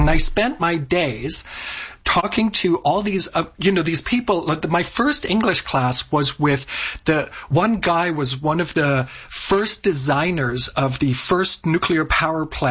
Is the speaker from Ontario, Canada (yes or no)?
yes; Toronto, Ontario, Canada; moved away as an adult; also born or lived in Germany; now in Berlin, Germany; Germany and we immigrated to Canada, gosh, I don't even want to tell you, but it was in 1986, and then I grew up in Toronto for the next 15 years.